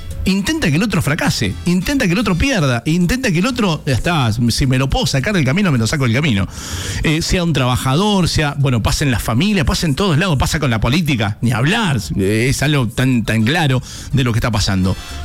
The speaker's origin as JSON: {"language": "Spanish", "country": "Argentina"}